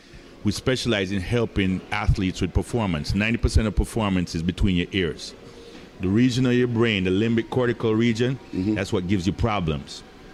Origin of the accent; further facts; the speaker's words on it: Jamaica; now in United States; I came from Jamaica, went to University of Houston, pledged fraternity.